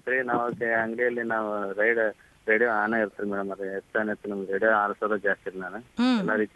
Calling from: Bhagyanagar, Karnataka, India; ಭಾಗ್ಯನಗರ ಪಟ್ಟಣ ಮೇಡಮ್.

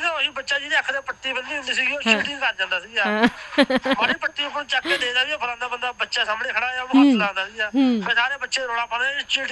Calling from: Malerkotla, Punjab, India; ਲੋਹਾ ਬਾਜ਼ਾਰ ਮਲੇਰਕੋਟਲਾ ਤੋਂ ਬੋਲਦਾ

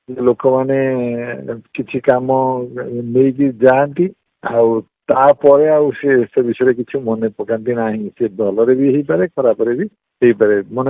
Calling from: Cuttack, Odisha, India; ମୁଁ କଟକରୁ କହୁଛି।

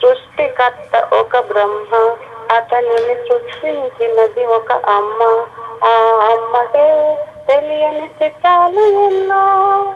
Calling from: Kothagudem, Telangana, India; నేను కొత్తగూడెం బర్మకాప్ నుంచి మాట్లాడుతున్నాను సార్.

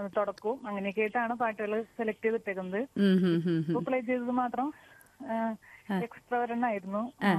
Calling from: Annamanada, Kerala, India; Annamanada വെണ്ണൂര്

